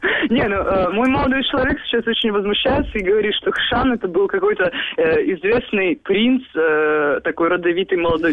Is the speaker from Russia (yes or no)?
no; Poland; Russian is a second language; also born or lived in Kraków; now in Chrzanów, Poland; jako Polak to mówi, bo nie wszystkie słowa dobrze znam.